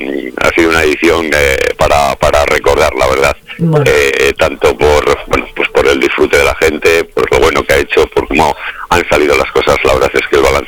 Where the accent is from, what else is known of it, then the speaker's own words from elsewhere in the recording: Castile and León, Spain; porque somos castellanos y leoneses.